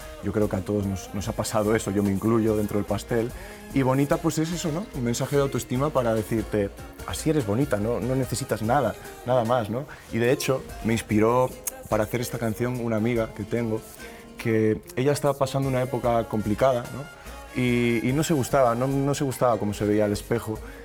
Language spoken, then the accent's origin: Spanish; Tui, Galicia, Spain; accent: Galician; el 15 de agosto en Tui, en mi tierra, que es en Galicia, y es, bueno, qué decirte, un concierto muy especial para mí porque es donde me crié